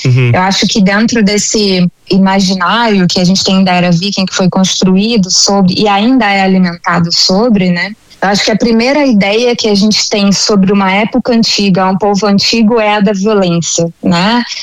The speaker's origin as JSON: {"language": "Portuguese", "region": "Rio de Janeiro", "country": "Brazil", "lives_now": "Norway", "said": "meu sonho como carioca que vive na Noruega é ver final Noruega e Brasil"}